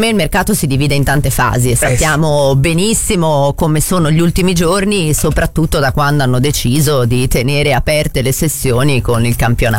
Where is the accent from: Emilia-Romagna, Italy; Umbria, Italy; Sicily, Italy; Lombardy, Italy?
Lombardy, Italy